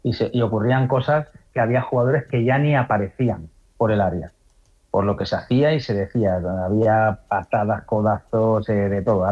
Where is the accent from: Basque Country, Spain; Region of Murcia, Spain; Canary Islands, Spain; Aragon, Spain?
Aragon, Spain